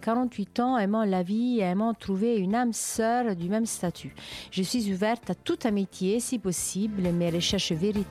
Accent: Cameroon; Je suis camerounaise, je vis dans la ville de Douala.

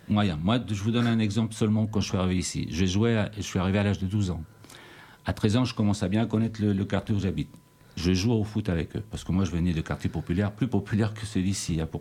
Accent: Chile; Moi, en tant que là, Chilien, par rapport à d'où je viens d'Amérique du Sud

